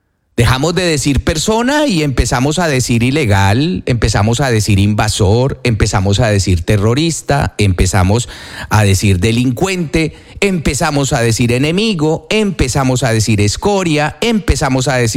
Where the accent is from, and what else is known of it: Colombia